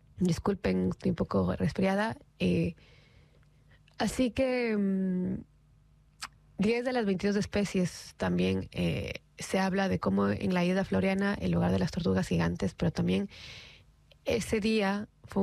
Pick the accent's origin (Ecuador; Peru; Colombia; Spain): Ecuador; Galápagos; Una noticia súper bacán también que ocurrió en mi país durante esos últimos meses es que después de 175 años las tortugas gigantes de Galápagos regresaron a casa, al archipiélago donde estuvo Darwin. Para nosotros las Galápagos es parte de nuestra identidad